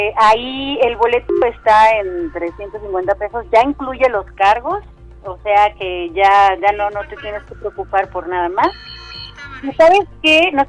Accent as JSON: {"language": "Spanish", "country": "Mexico", "said": "al final del día somos mexicanos"}